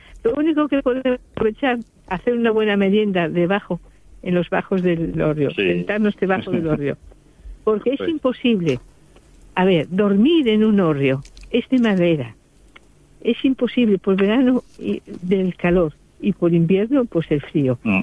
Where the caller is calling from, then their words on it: Asturias, Spain; lo que tenemos como emblema asturiano